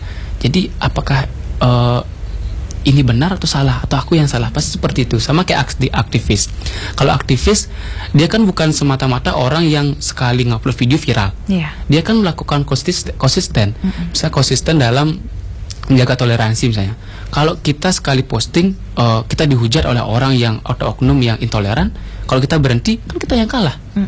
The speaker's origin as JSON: {"language": "Indonesian", "region": "Bali", "country": "Indonesia", "said": "aku tahu ketahui dulu, aku orang Bali loh, aku orang Hindu, yang aku pelajari ini"}